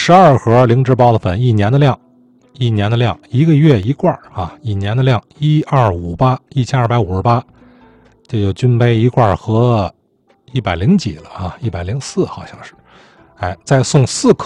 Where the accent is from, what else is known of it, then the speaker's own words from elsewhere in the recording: Tianjin, China; 我们天津人